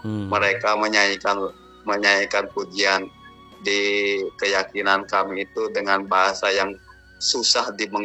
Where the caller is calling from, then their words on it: Indonesia; saya cuma taunya bahasa Indonesia gitu loh Pak. Kan saya asli orang Indonesia, bukan orang yang dari tanah gurun pasir sana